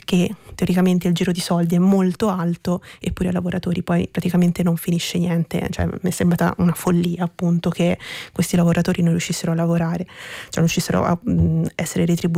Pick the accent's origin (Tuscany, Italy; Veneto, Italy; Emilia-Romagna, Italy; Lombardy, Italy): Tuscany, Italy; Prato; Io sono cresciuta a Prato, nel distretto tessile più grande d'Europa.